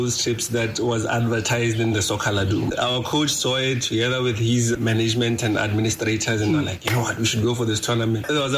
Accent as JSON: {"language": "English", "town": "Gaborone", "region": "South-East District", "country": "Botswana", "tie": "born or raised there", "also_born_or_lived": "Katutura, Windhoek, Namibia", "said": "I was born in Katutura, Windhoek. So Katutura is a township. When it comes to where I stayed or where I grew up in Old Naledi, I think I've lived there for a greater part of my life."}